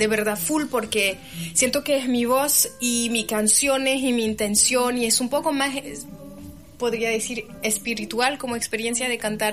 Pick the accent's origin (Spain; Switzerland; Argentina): Switzerland; born there; Spanish is a second language; yo soy también de Suiza.